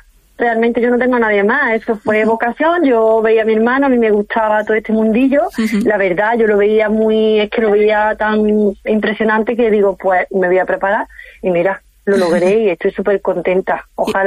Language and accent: Spanish; Antequera, Andalusia, Spain; ya me vine aquí a mi tierra, aquí a Antequera.